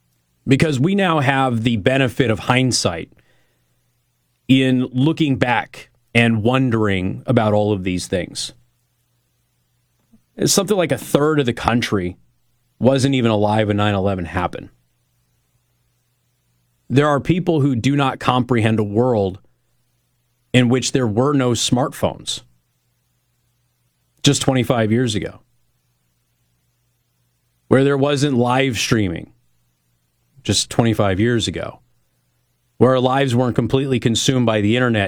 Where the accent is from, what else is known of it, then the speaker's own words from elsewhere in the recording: Las Vegas, Nevada, United States; I grew up in Las Vegas.